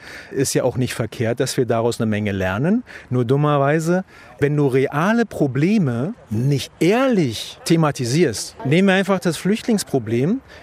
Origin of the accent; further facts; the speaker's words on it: East Germany, Germany; Ich komme aus der DDR